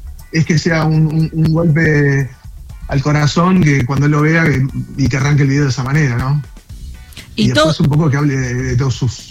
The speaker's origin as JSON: {"language": "Spanish", "country": "Argentina"}